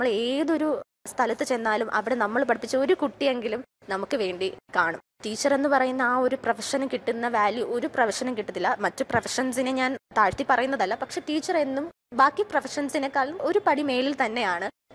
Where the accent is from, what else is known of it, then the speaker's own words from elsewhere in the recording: Thiruvananthapuram, Kerala, India; ഞാൻ തിരുവനന്തപുരം സ്വദേശിനിയാണ്.